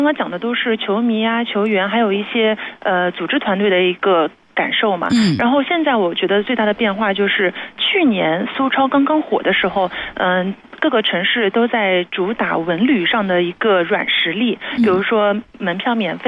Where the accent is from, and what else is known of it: Jiangsu, China